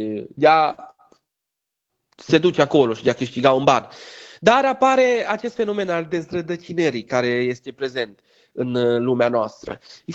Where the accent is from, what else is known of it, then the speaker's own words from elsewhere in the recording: Romania; Asta ne arată că noi suntem români, că noi suntem din Maramureș, că noi suntem vișeoani, că noi suntem bistrițeni, ardeleni sau altceva.